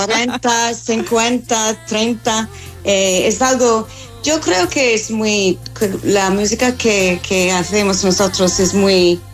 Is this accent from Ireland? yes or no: yes; Dundalk, County Louth, Ireland; Spanish is a second language; Pues no, el violín no era una cura en mi pueblo.